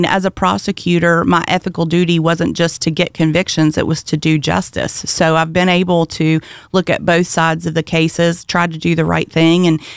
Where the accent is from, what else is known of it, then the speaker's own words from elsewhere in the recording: West Virginia, United States; also born or lived in Akron, Ohio; I was born a Putnam County child. I'm the only Putnam County native in this race. I was born and raised in Putnam County, graduated from Buffalo High School, went to Marshall University